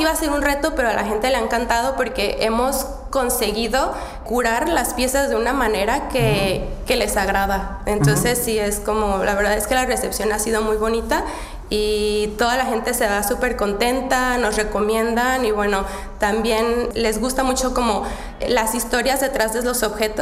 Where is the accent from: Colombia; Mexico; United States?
Mexico; now in Czech Republic; también en especial cuando saben que soy mexicana.